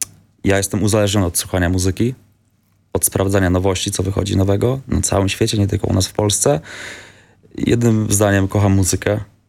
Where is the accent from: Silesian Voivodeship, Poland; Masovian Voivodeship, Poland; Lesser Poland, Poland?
Lesser Poland, Poland; Wadowice; now in Kraków, Poland; Ja jestem z mojego miasta, z Wadowic, gdzie jest 13 tysięcy mieszkańców